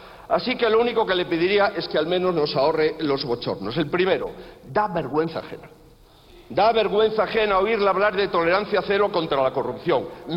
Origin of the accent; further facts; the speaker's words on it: Spain; Aquí las únicas víctimas del gobierno corrupto como el suyo somos los españoles.